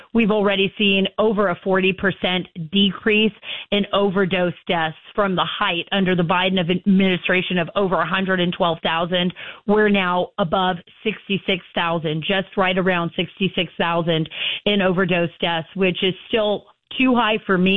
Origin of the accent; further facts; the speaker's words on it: Texas, United States; born there; moved away; I'm so happy to be back in my home state now